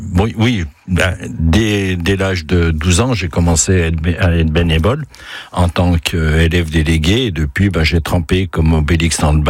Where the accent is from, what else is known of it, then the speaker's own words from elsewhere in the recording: Brignoud, Auvergne-Rhône-Alpes, France; moi je suis né à Brignoux et j'habite tout le temps Brignoux. En 70 ans, j'ai vu un changement incroyable.